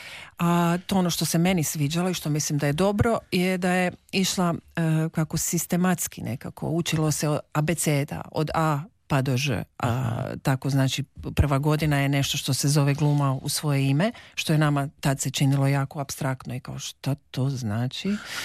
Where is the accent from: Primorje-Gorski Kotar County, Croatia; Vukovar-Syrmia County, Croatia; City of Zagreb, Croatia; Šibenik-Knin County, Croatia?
Primorje-Gorski Kotar County, Croatia; Rijeka; moved away as an adult; also born or lived in Sarajevo